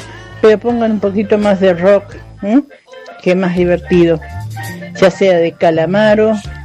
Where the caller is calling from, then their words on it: Santa Fe, Argentina; de Altos de Noguera.